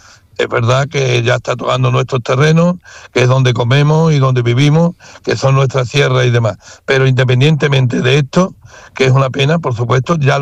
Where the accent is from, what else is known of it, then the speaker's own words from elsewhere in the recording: Aznalcóllar, Andalusia, Spain; para mi pueblo